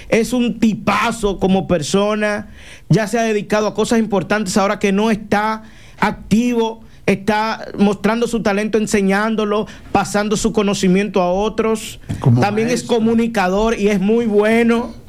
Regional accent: Dominican Republic; Soy dominicano y aunque a algunos les incomode, nada cambiará esa realidad.

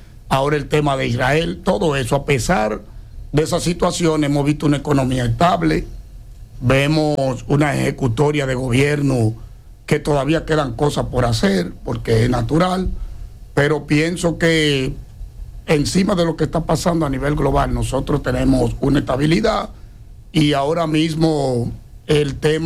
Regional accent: Santo Domingo, Distrito Nacional, Dominican Republic; he sido un ciudadano simple, normal, de barrio. Yo nací en Gualey, en el sector, en el populoso sector de Gualey.

